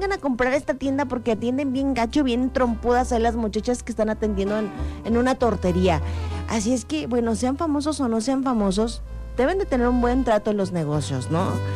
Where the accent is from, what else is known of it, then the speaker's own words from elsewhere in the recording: Mexico; gracias a Dios todo el año somos mexicanos.